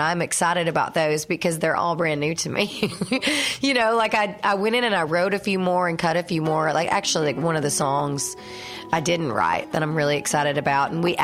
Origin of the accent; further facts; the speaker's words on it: Georgia, United States; I am a redneck from Georgia. I will always be, but I like to dress up and I like to, you know, be flashy and I like to sing a pop song every once in a while.